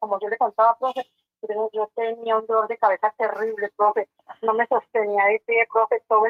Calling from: Chiquinquirá, Boyacá, Colombia; profe. Me estoy llamando desde Chiquinquirá, Boyacá

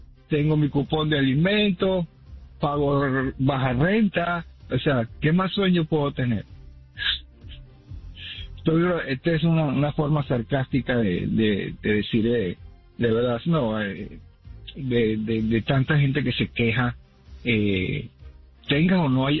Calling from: Orlando, Florida, United States; Estoy llamando de Orlando, de aquí Orlando, Florida.

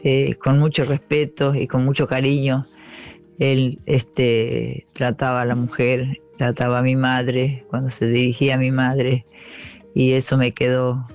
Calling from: José C. Paz, Buenos Aires Province, Argentina; de José C. Paz.

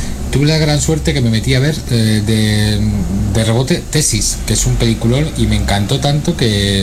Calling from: Madrid, Community of Madrid, Spain; de Madrid.

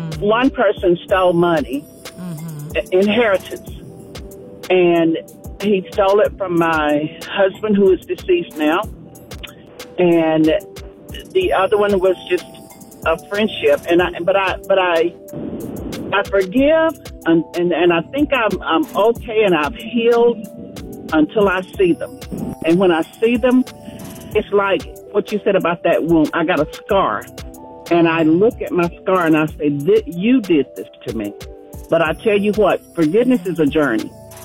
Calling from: United States; I'm calling from Douglas County.

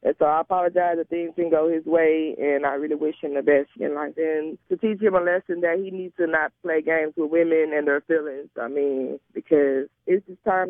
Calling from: Long Beach, California, United States; I'm calling from Long Beach.

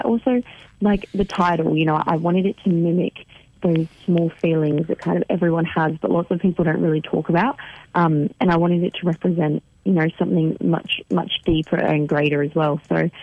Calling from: New South Wales, Australia; On the Central Coast this morning.

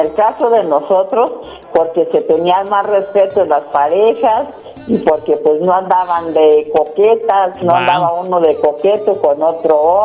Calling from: Puruándiro, Michoacán, Mexico; como nosotros que somos del estado de Michoacán, se llama Puruándiro el rancho. El pueblo

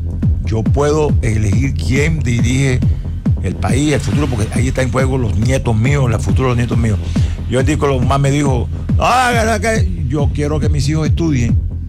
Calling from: Colombia; soy colombiano

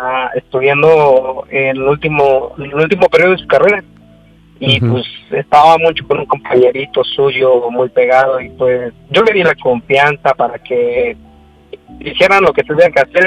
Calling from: Puebla, Mexico; Tengo 26 años, aquí de la ciudad del Camote, en Pueblita.

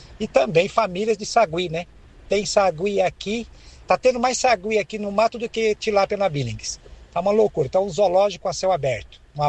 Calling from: São Bernardo do Campo, São Paulo, Brazil; sou aqui do Riacho Grande, São Bernardo.

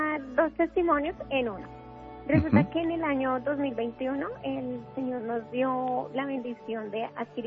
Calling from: Bogotá, Colombia; Estoy en Bogotá.

